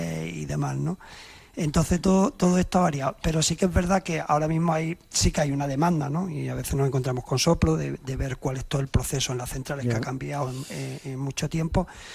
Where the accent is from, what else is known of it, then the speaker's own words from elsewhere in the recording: Jerte Valley, Extremadura, Spain; para los que somos del Valle del Jerte